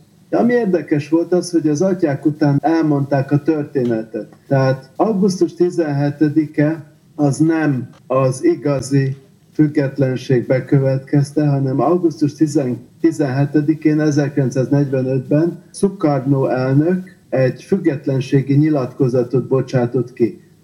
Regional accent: Hungary; mikor hallották, hogy én Magyarországról jöttem

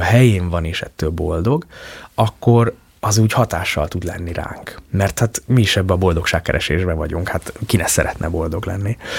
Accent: Sopron, Győr-Moson-Sopron, Hungary; én soproni vagyok, úgy ott a határa

